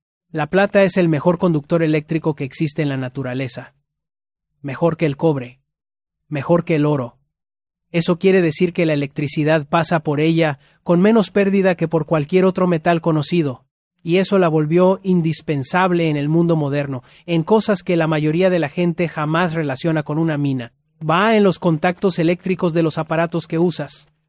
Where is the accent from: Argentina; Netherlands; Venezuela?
Netherlands; Yo, que soy holandés